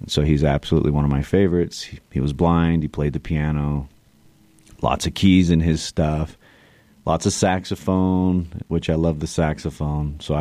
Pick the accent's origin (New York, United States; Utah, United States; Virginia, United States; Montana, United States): Utah, United States; Sandy; also born or lived in Tennessee; I'm from Sandy, Utah. I lived in Tennessee for 3 years.